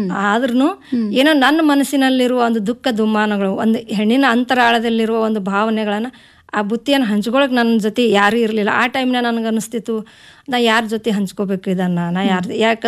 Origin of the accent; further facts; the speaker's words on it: Javali D, Karnataka, India; ನಾನು ಕಲಬುರಗಿ ಜಿಲ್ಲೆ ಆಳನ್ ತಾಲೂಕಿನ ಜವಳಿ ಡಿ ಎಂಬ ಗ್ರಾಮದಲ್ಲಿ ಹುಟ್ಟಿದ್ದೇನೆ.